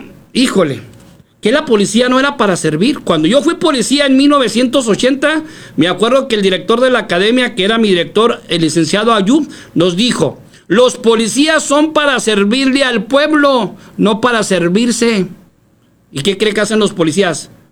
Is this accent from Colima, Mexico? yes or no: no; Ciudad Juárez, Chihuahua, Mexico; also born or lived in Mexico City; Ni yo no nací en Juárez, señores, yo nací en México, aquí me crié.